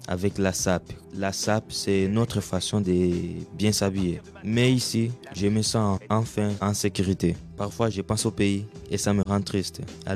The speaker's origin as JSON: {"language": "French", "country": "DR Congo", "lives_now": "France", "said": "Je viens de la République démocratique du Congo et j'ai 17 ans."}